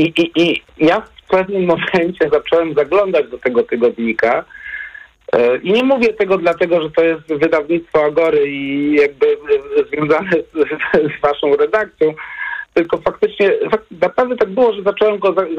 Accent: Warsaw, Masovian Voivodeship, Poland; ja wychowywałem się na takim osiedlu na obrzeżach Warszawy

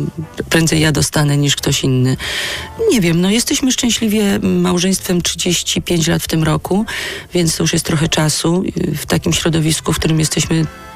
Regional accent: Silesian Voivodeship, Poland; moved away as an adult; now in Kraków, Poland; bo jestem Ślązaczką.

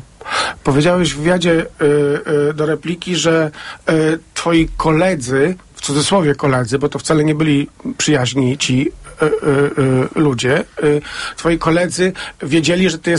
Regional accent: Koluszki, Łódź Voivodeship, Poland; ja jestem chłopakiem z Koluszek, dużo mniejsze miasteczko w porównaniu z Kielcami

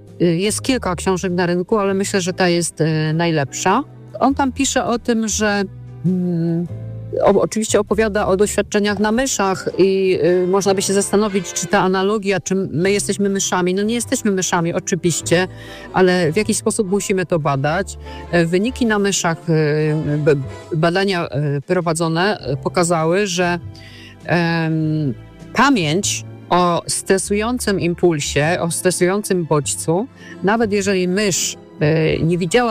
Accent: Częstochowa, Silesian Voivodeship, Poland; also born or lived in Katowice; bo ja mieszkałam, studiowałam w Katowicach, pochodzę z Częstochowy, a mój małżonek jest z Warmii.

